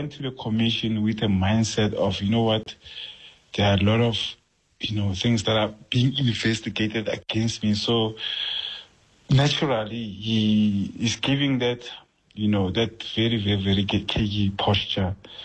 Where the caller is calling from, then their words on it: Randfontein, Gauteng, South Africa; I came from Randfontein.